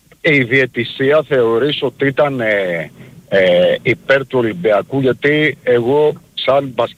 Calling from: Petroupoli, Attica, Greece; Είμαι από Πετρούπολη.

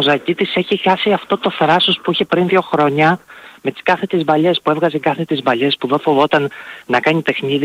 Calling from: Mytilene, North Aegean, Greece; Είμαι ο … από Μυτιλίνη.

